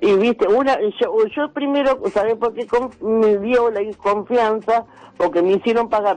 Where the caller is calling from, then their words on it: Campana, Buenos Aires Province, Argentina; De Campana.